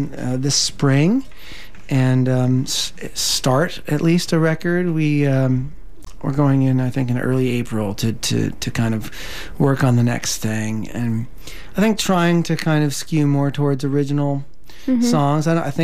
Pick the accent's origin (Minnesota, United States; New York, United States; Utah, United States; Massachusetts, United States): Massachusetts, United States; Boston; I grew up in the Boston area